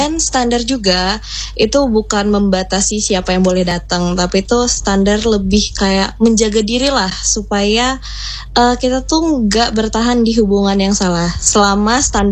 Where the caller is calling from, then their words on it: Lampung, Indonesia; aku asalnya asli dari Lampung. Terus tuh umur aku 21 tahun